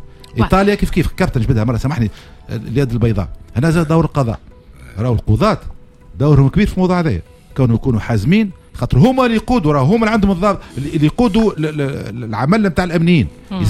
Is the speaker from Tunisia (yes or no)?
yes; Tunisia; لكن توا احنا كمجتمع تونسي شنو لازم نعملوا يا ولدي؟